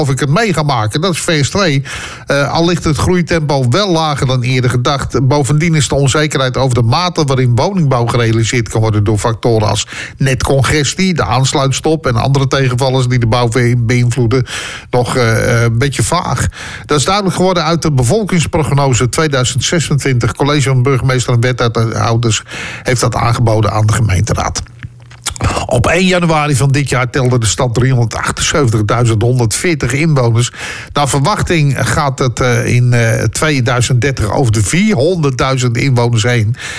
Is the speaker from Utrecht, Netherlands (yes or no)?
yes; Utrecht, Netherlands; Ik ben een geboren Utrechter. Ik ben geboren in het Ooievaartje en ik woon mijn hele leven al in Utrecht.